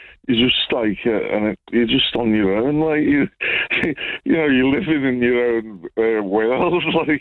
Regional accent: Liverpool, North West England, United Kingdom; accent: Scouse; also born or lived in Wrexham; I've always lived in Liverpool. I was born by the racecourse ground

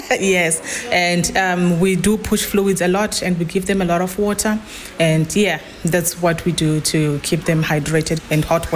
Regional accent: Zimbabwe; now in United Kingdom; where I come from, it is hot, but when you sit in a shade, there's breeze still coming in. I'm from Zimbabwe.

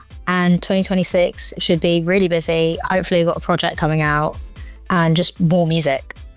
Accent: Hayes, London, United Kingdom; I'm from West London, born and raised in Hayes, which is tiny and just outside of London

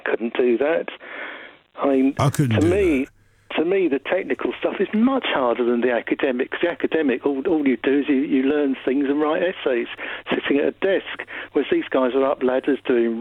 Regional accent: London, United Kingdom; I grew up in Finchley

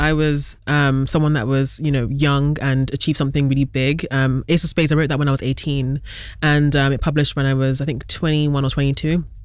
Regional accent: Croydon, London, United Kingdom; also born or lived in Scotland; So the area I'm from, Croydon, is an area that experiences a lot of economic, you know, issues.

